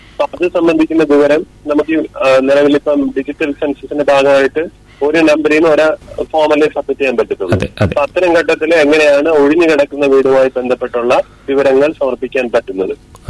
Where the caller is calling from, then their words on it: Thiruvananthapuram, Kerala, India; ഞാൻ തിരുവനന്തപുരം ചാവടിമുക്കിൽ നിന്നാണ് വിളിക്കുന്നത്.